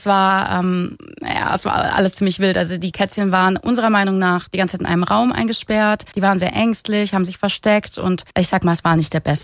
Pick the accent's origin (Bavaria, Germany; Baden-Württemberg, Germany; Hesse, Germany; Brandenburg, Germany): Baden-Württemberg, Germany; Wir kommen aus der Nähe von Stuttgart